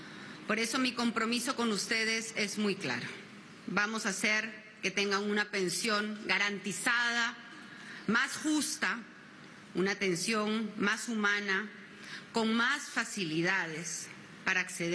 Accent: Peru

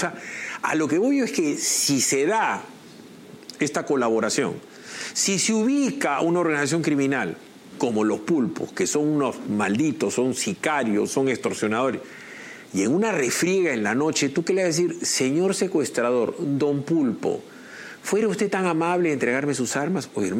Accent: Peru; como ciudadano peruano que paga sus impuestos

